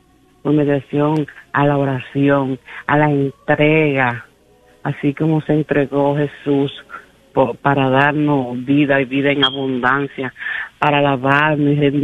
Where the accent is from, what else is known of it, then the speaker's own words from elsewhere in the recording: Dominican Republic; Yo ahorita estaba hablando con mi hermana, yo soy dominicana